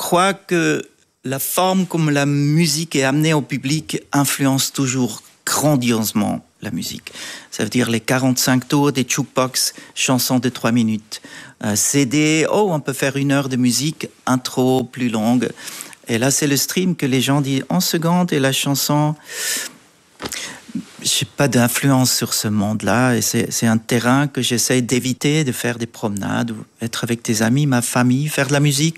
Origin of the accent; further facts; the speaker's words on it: Switzerland; French is a second language; now in France; Je hein. suis Suisse allemand, oui.